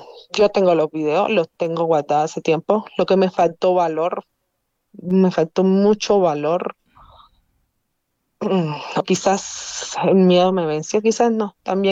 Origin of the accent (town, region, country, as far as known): Cuba; moved away as an adult; now in Mexico